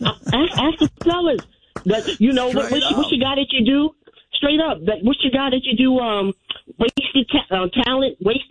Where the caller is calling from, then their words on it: Oakland, California, United States; I'm from Oakland.